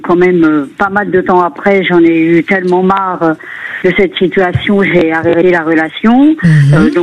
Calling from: Paris, Île-de-France, France

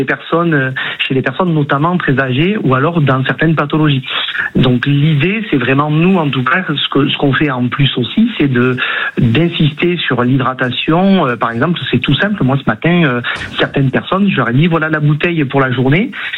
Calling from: Alès, Occitanie, France; Moi, je suis sur le bassin d'Alès, dans le nord du Gard, au pied des Cévennes.

